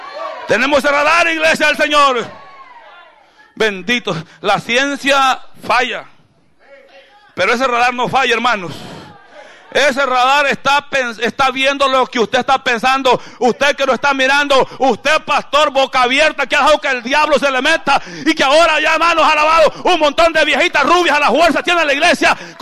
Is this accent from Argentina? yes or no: no; El Salvador; Los que somos salvadoreños y que pasamos la guerra ya